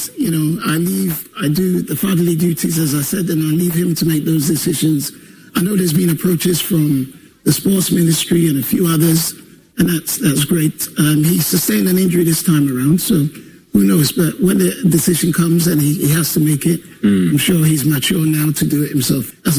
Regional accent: Ghana; We're Ghanaian, of course, so he loves Ghana, but also he was brought up there.

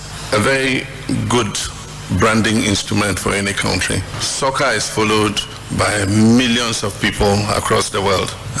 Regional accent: Ghana; once you are identified as a Ghanaian, somebody would shout, "Oh, Asante Kotoko," or "Accra House of Folk," or "Abedi Pele,"

